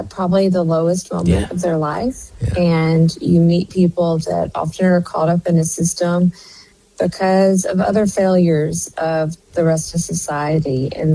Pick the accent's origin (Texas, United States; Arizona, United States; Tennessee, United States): Tennessee, United States; Memphis; I was born and raised here in Memphis, a wonderful town full of underdogs and fighters.